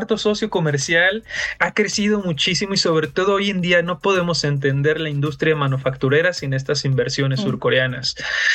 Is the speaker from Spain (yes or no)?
no; Michoacán, Mexico; moved away as an adult; now in Mexico City, Mexico; porque soy de fuera también, ahora ya muy achilangado, pero soy de Michoacán